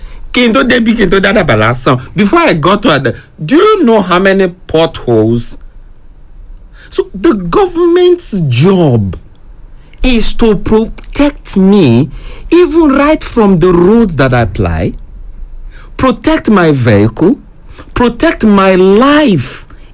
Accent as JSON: {"language": "English", "country": "Nigeria", "said": "But the system, does it protect the citizens that we can proudly say, I'm a Nigerian, so if I'm oppressed, I'm going to the courts."}